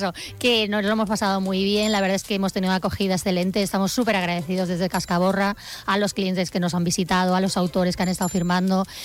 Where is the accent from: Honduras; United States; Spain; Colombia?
Spain; Madrid, Community of Madrid; soy madrileña